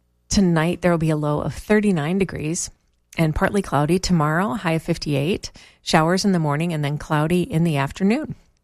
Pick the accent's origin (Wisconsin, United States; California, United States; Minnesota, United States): Minnesota, United States; Baxter; Baxter, my hometown